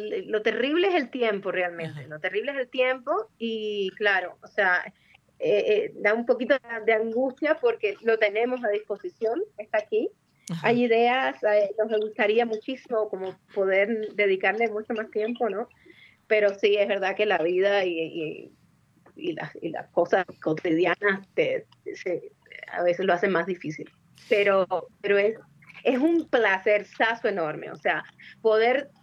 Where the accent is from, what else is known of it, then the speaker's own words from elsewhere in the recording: Cuba; del modo que somos los cubanos